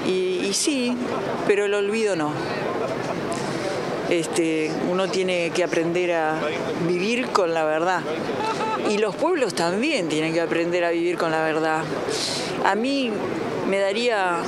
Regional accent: Uruguay; ¿Eso es lo que queremos contestar como uruguayos?

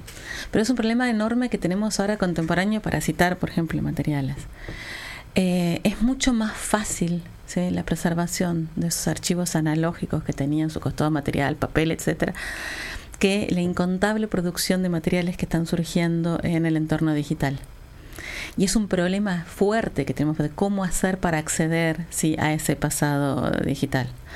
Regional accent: Argentina; soy argentino.

